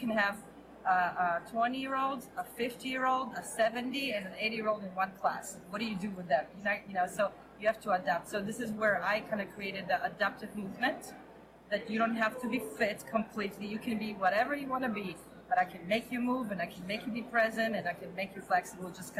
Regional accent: Israel; born there; first language Hebrew; English is a second language; Well, I was 5 years old when we moved to Israel. So for me, yeah, that was like my first language. And then my parents spoke Russian and then English. I came to the United States at 17.

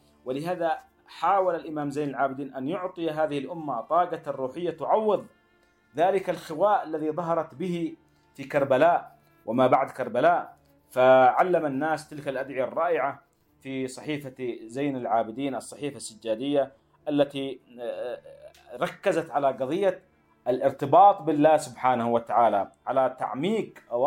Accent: Yemen; حلية دمائنا نحن كيمنيين

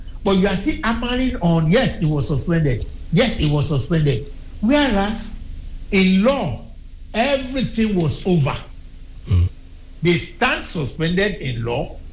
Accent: Osun, Nigeria; I'm from Osun

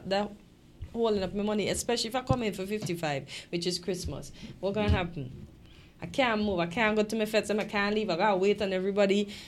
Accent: St. Kitts & Nevis; now in United States; I have everything U.S. now, but U.S. passport say I'm from St. Kitts and Nevis, and I have documents to prove that I'm from St. Kitts and Nevis.

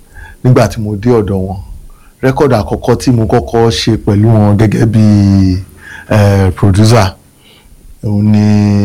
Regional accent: Ibadan, Oyo, Nigeria; born there; Ìbàdàn ni wọ́n bí mi sí.

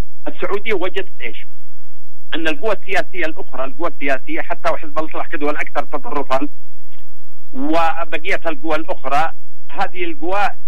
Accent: Yemen; عندنا في اليمن

